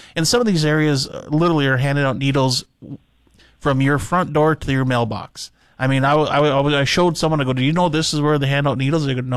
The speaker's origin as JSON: {"language": "English", "town": "Fargo", "region": "North Dakota", "country": "United States", "said": "I'm from Fargo, and I got into retail when I graduated high school"}